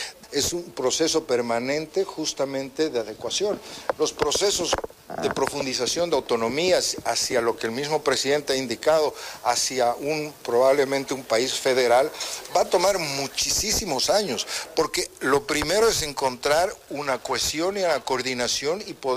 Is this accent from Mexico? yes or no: no; Bolivia